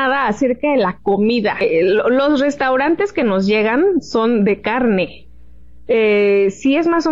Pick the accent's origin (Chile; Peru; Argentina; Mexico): Mexico; yo que soy mexicana